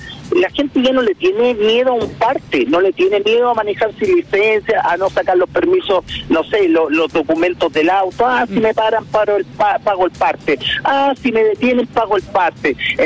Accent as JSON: {"language": "Spanish", "town": "Viña del Mar", "region": "Valparaíso", "country": "Chile", "said": "yo soy de la Quinta Región, soy de Viña del Mar"}